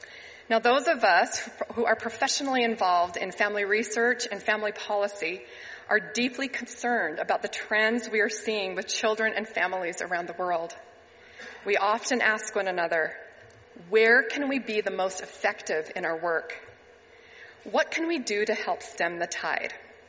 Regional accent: Alberta, Canada; also born or lived in Montana, United States; I grew up near Waterton National Park, Alberta, and Glacier National Park, Montana.

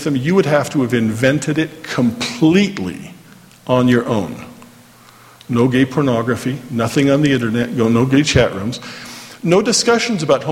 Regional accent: Orem, Utah, United States; and I grew up here in Orme, so I know it was just a little bit south of there

